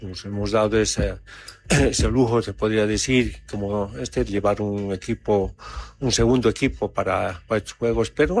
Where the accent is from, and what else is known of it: Bolivia